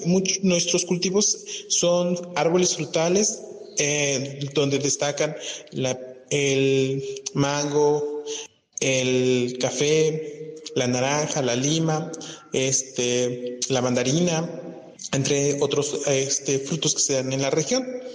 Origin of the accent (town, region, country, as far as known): Cuetzalan del Progreso, Puebla, Mexico; born or raised there